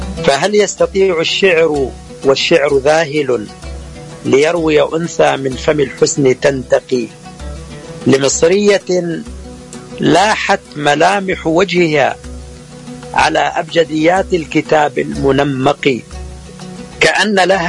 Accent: Egypt; وعندنا في مصر يقولوا لقيني ولا تغديني

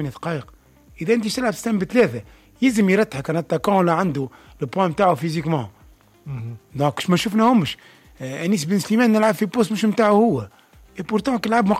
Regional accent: Tunisia; اني لهنا كتونسي

